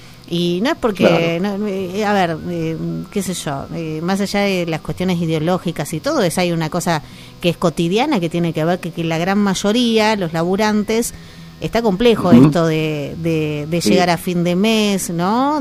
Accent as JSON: {"language": "Spanish", "country": "Argentina", "said": "que reflejan también un poco quiénes somos los argentinos, ¿no?"}